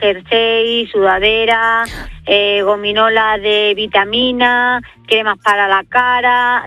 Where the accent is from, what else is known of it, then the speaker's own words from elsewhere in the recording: Almendralejo, Extremadura, Spain; now in Guadalajara, Spain; Desde Guadalajara. Capital, pero soy extremeña, soy de Almendralejo.